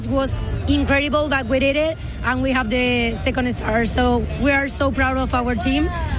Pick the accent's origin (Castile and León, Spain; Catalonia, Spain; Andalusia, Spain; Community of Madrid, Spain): Andalusia, Spain; Malaga; English is a second language; now in Washington, United States; I'm from Malaga, but I work right now in D.C.